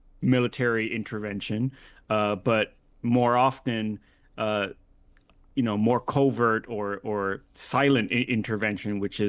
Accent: Miami, Florida, United States; Well, I am Cuban American. I grew up in Miami with Cuban parents and Cuban grandparents

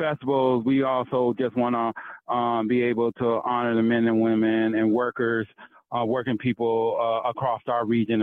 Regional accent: Erie, Pennsylvania, United States; moved away; I grew up in Erie, Pennsylvania. My dad was a teamster working out at the Welch's plant in Northeast Pennsylvania.

